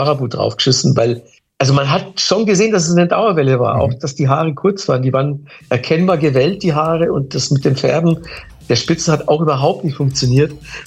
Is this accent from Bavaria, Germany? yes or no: yes; Manching, Bavaria, Germany; born or raised there